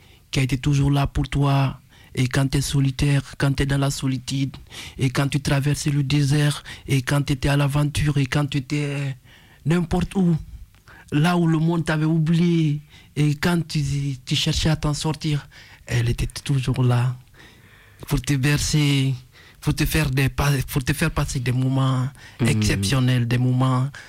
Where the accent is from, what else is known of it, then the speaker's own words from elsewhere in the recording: Guinea; moved away; le pays où je suis né